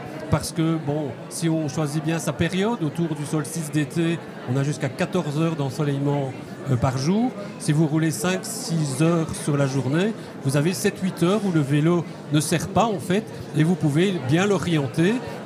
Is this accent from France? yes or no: no; Belgium; Les Français, ils devaient venir en Italien. Et on est des Belges. On s'entraide.